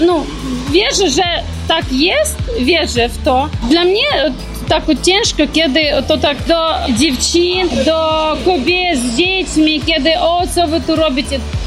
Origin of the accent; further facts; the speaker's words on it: Ukraine; Polish is a second language; now in Poland; Jestem z Ukrainy.